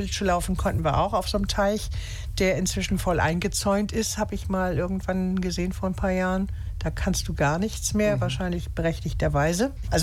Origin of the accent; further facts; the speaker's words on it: Hamburg, Germany; now in Husum, Germany; ich komme ja auch aus Hamburg und bin auch so ein bisschen in der Weltgeschichte rumgeturnt